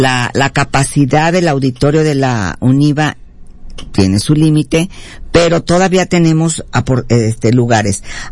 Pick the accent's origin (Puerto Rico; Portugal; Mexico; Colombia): Mexico; como yo soy católica, pero como ciudadana mexicana